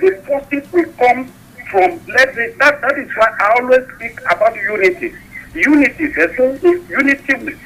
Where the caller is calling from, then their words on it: Ghana; I'm calling from Ghana